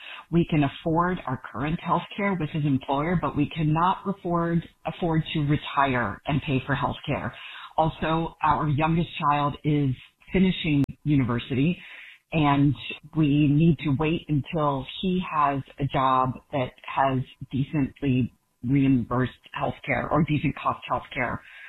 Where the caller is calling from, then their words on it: Ohio, United States; I'm calling from Ohio.